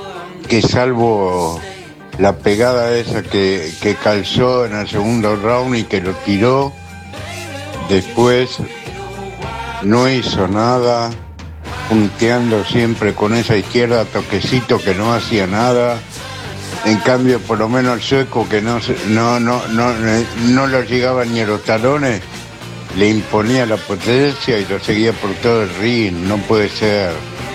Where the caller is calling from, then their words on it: Buenos Aires, Argentina; de Montecastro.